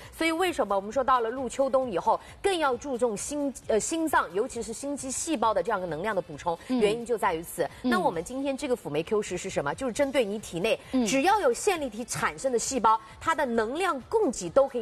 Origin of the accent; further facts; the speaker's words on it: China; 所以还是那句话，适合自己的，适合我们中国人的才是更好的啊。